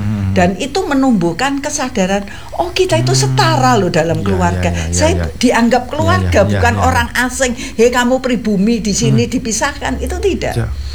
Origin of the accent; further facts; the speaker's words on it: Java, Indonesia; saya bangga sebagai orang Jawa.